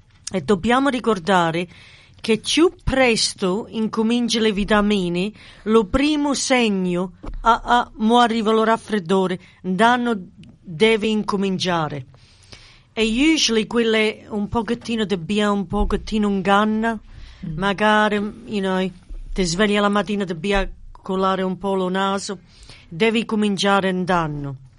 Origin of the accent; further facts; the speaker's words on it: Rome, Lazio, Italy; Io romano com'è.